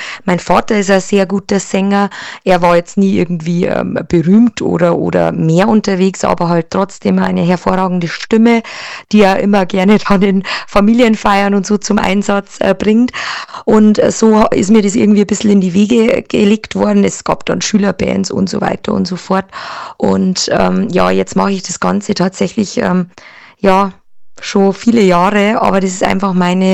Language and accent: German; Bavaria, Germany; bei uns in Ickensbach im Gasthaus Linsmeier.